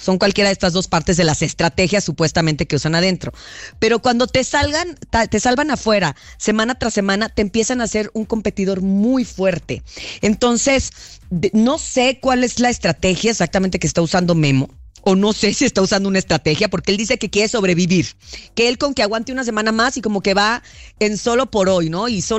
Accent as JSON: {"language": "Spanish", "town": "Los Mochis", "region": "Sinaloa", "country": "Mexico", "tie": "born or raised there", "said": "Soy originaria de Los Mochis, Sinaloa, tierra de grandes, grandes peloteros."}